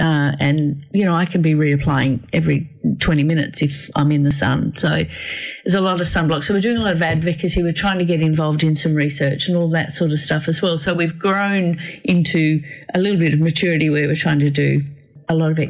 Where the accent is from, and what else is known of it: Australia; born there